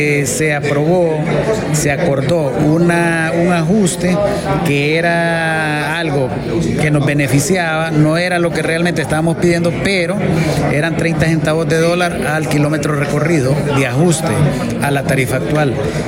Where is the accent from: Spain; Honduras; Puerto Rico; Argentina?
Honduras; todos somos hondureños, esta es nuestra casa.